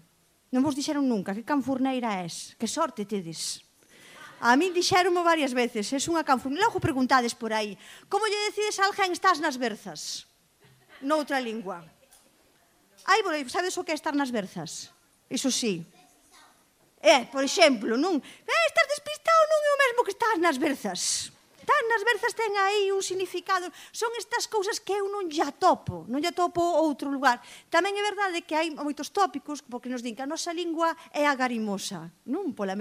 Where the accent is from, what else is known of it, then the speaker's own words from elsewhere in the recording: Maniños, Galicia, Spain; Miradme a min, que son de Maniño, sabedes onde está. Dudeastes un pouquiño, Son de Maniños, estou viva, mirade que lingua teño.